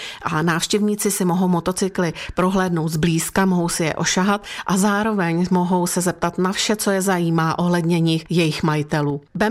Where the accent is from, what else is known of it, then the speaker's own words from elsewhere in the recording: Ústí nad Labem Region, Czechia; se pohybujeme u nás ve Šluknovském výběžku s těmito motocykly